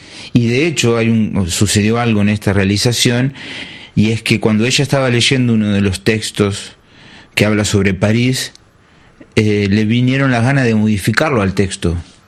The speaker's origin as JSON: {"language": "Spanish", "region": "Entre Ríos", "country": "Argentina", "lives_now": "Buenos Aires, Argentina", "said": "venimos del interior de la Argentina, yo vengo de Entre Ríos, siempre tenemos que pasar por Buenos Aires."}